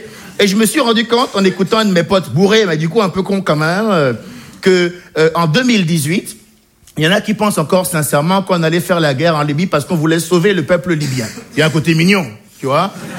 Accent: Benin; born or raised there

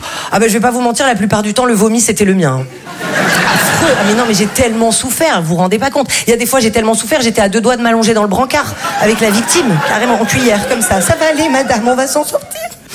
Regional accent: Val-de-Blore, Provence-Alpes-Côte d'Azur, France; Alors après, c'est vrai que là d'où je viens, c'était assez compliqué les trajets en ambulance, parce que moi, je viens d'un tout petit village qui s'appelle Val-de-Blore.

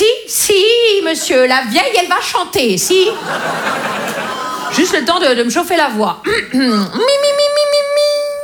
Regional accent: Grand Est, France; accent: Vosges

